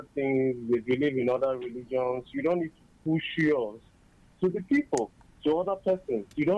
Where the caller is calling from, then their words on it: Enugu, Enugu State, Nigeria; I'm calling from Enugu.